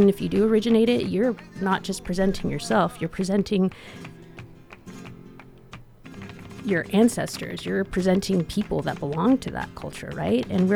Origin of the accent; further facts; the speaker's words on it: United States; being American alone, I understand the difference between me being brought up, raised in an American culture as opposed to somebody in Spain.